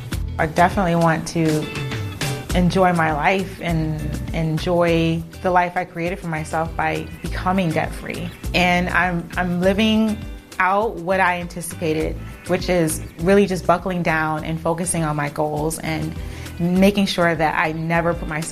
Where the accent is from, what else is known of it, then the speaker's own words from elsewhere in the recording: Connecticut, United States; I am from Connecticut, born to a Jamaican father and a Black American mother.